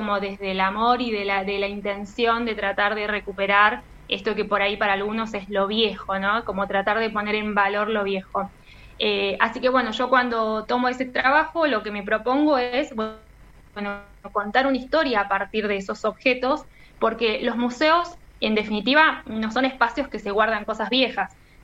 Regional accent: Tartagal, Salta, Argentina; born there; now in Reconquista, Argentina; yo soy nacida en Tartagal, provincia de Salta, en realidad. Sí. Entonces, bueno, los caminos de la vida me terminan ubicando en el norte de Santa Fe.

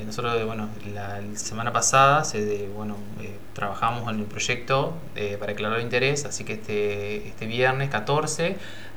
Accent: Argentina; históricamente como argentino

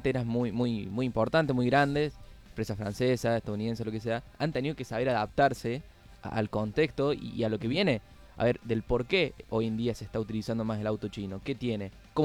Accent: Argentina; cuesta como argentino

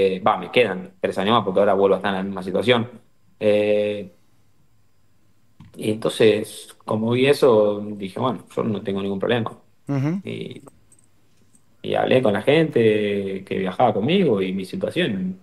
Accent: Argentina; moved away as an adult; now in Miami, United States

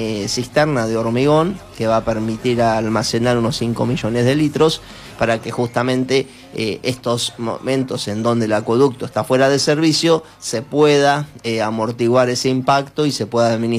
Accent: Toay, La Pampa, Argentina; born there; yo nací en Tuay

